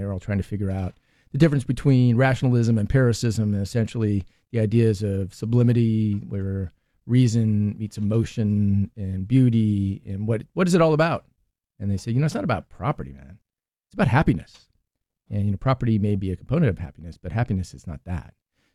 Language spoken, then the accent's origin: English; South Africa; born there; For me, I was born in South Africa.